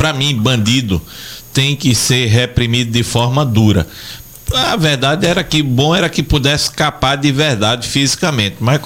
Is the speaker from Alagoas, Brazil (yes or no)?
yes; Alagoas, Brazil; eu sou alagoano com orgulho